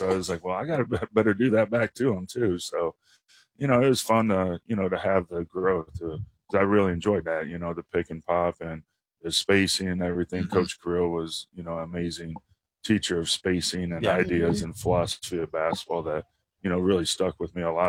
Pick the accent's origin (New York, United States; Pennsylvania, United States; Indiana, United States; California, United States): Indiana, United States; moved away; Like, duh, like I'm from Indiana.